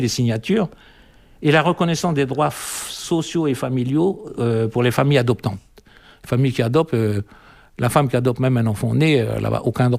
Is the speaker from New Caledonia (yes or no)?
yes; Mont-Dore, South Province, New Caledonia; born there; moi, je suis né au Mont d'Or, donc je connais le Mont d'Or un peu.